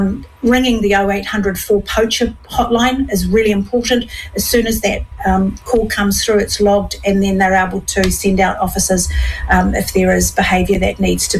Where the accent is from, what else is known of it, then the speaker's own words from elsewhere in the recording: New Zealand; It's part of being a Kiwi, so we must be able to continue to do that.